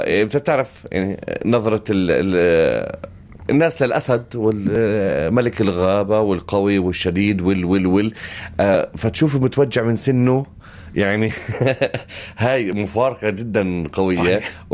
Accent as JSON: {"language": "Arabic", "country": "Palestine", "said": "مصر لها حصة عندنا كفلسطينية"}